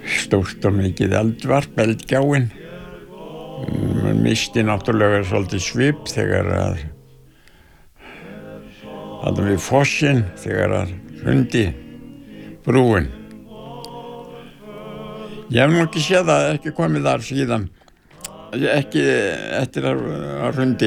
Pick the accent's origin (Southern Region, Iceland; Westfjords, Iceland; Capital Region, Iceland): Southern Region, Iceland; Vík í Mýrdal; also born or lived in Skaftatunga; Ég er fættur í Vík í Mýrdal og starfa nokkru leit upp sem unglingur og líka í Skaftatungunni. Flutti að 15 ára aldri þegar ég var búin í skóla í Vík og flutti í alfarið til Eystra Búlandi í Skaftatungu.